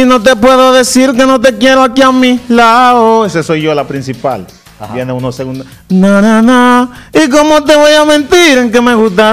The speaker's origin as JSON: {"language": "Spanish", "town": "Gualey", "region": "Santo Domingo", "country": "Dominican Republic", "said": "No, que va, yo simpatizo, yo soy de Gualey, okay. Pero que no quita de que mis raíces son romanenses"}